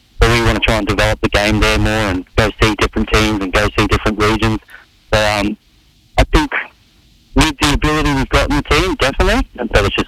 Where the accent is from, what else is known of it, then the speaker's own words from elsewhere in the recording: Mackay, Queensland, Australia; I'm a kid from Mackay, and all of a sudden I was playing in Madrid